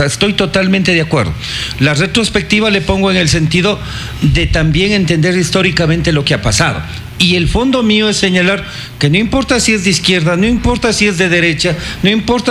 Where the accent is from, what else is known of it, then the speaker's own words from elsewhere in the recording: Ecuador; en la necesidad nuestra como ecuatorianos de tener una capacidad de elegir con las normas de juego claras.